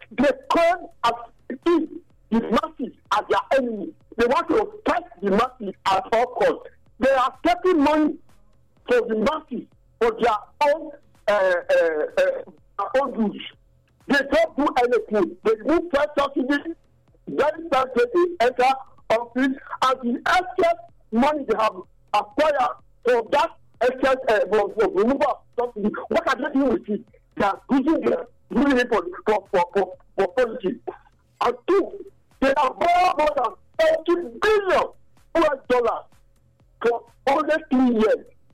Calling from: Nigeria; I'm speaking from Ushoho.

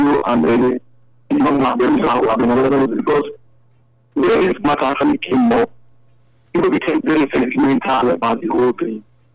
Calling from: Benin City, Edo, Nigeria; I'm calling from Benin, Mali.

